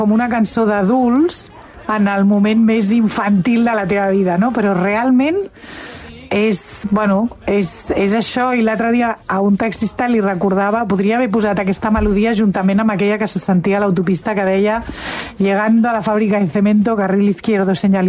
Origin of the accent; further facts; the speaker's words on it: Barcelona, Catalonia, Spain; Sí, nosaltres som de Barcelona ciutat.